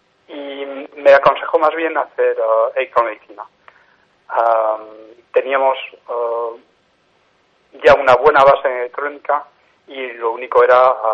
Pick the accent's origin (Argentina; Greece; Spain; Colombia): Spain; Galicia; first language Galician; Spanish is a second language; El gallego es mi lengua materna y yo he crecido con el gallego. Uh-huh. A pesar de estar lejos, fue siempre mi lengua principal.